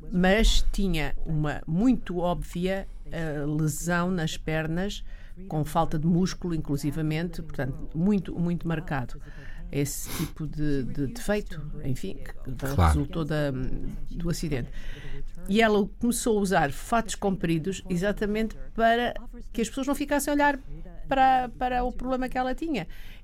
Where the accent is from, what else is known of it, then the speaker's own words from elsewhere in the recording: Portugal; eu era considerada uma pessoa extremamente exótica, porque vinha de Portugal